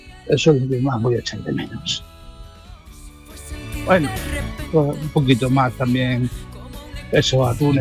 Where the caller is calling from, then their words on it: Barbate, Andalusia, Spain; Vale. Bueno … llamo de Barbate, vivo con dos hermanas, a la cual regreso el próximo lunes 31.